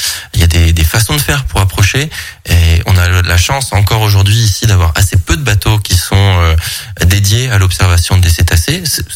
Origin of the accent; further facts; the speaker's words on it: France; chez nous, en France, on peut aller voir des baleines